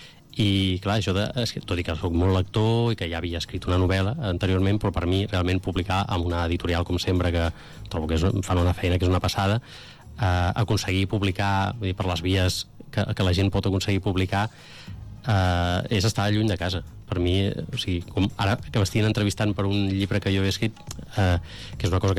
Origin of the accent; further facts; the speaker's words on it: Catalonia, Spain; intentar cuidar el català tant com puc arribar, que soc de Baix Llobregat, això no s'ha d'oblidar.